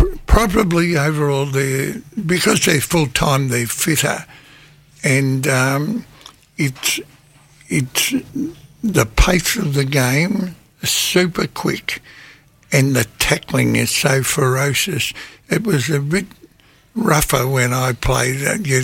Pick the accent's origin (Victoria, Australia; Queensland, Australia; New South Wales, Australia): Victoria, Australia; Melbourne; I grew up in West Heidelberg